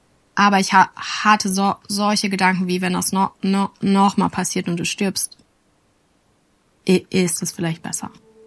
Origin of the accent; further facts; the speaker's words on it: Cologne, North Rhine-Westphalia, Germany; accent: Singsang; Und ich komme aus Köln. Das ist halt dieser Singsang.